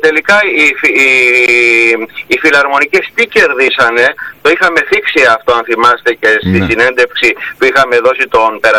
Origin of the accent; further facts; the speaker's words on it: Ionian Islands, Greece; σαν Επτανήσιος